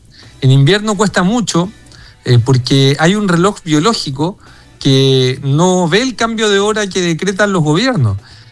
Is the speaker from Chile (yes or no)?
yes; Chile; somos chilenos por igual